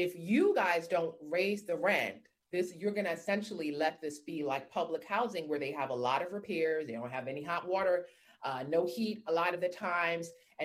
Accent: New York City, New York, United States; born or raised there

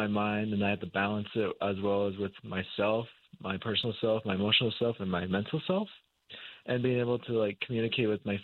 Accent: Monument Valley, Utah, United States; since I grew up in Minot Valley.

